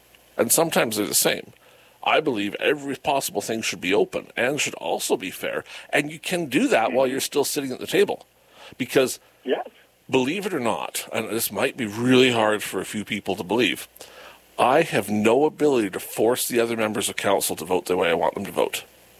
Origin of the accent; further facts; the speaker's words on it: Canada